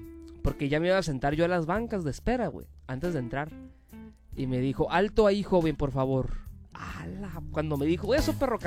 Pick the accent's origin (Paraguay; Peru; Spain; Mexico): Mexico; ¿no estás viendo que soy mexicano?